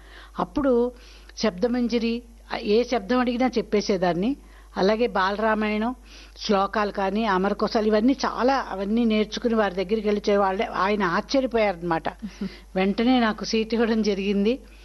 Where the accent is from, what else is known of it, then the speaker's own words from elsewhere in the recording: Andhra Pradesh, India; born there; moved away as an adult; now in Hyderabad, India; ఎప్పుడు మా ఊరు నుంచి రాజమండ్రికి, రాజమండ్రిలో మా అమ్మగారు ఉండేవారు, పడవలోనూ వెళ్ళేవాళ్ళం అనమాట లాంచ్లో.